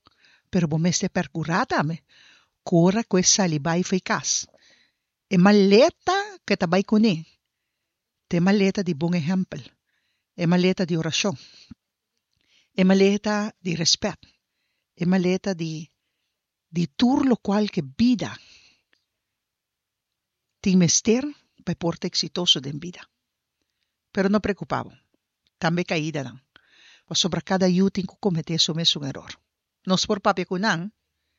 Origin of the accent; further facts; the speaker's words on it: Bogotá, Colombia; born there; Claro, esto nací en Guama casa. No, en Bogotá.